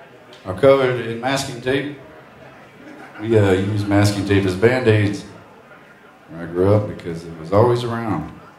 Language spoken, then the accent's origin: English; Seymour, Indiana, United States; I am my father's son. I'm from Seymour, Indiana. A little town just north of Louisville, Kentucky. I grew up in a body shop.